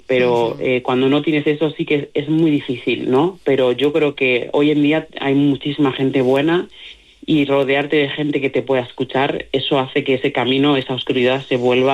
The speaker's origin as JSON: {"language": "Spanish", "country": "Mali", "second_language": "Spanish", "said": "ahora no me acuerdo prácticamente de mi dialecto, hablo mejor el castellano y el gallego que mi propio dialecto, uh-huh. y la suerte que tengo es que tengo una pareja maravillosa que también es de Mali"}